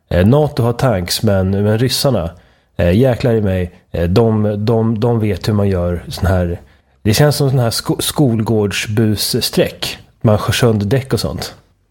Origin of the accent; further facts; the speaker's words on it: Sweden; now in Malta; Som svensk så blir man chockad när man kommer hit